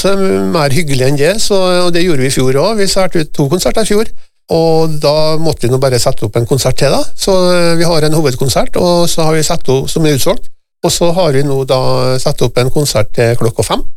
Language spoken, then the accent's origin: Norwegian; Møre og Romsdal, Norway; vi er med på det, alle på Nordmøre, så er det liksom et sånn håndfast bevis på at vi er nordmøre, vi er nordmøring alle sammen.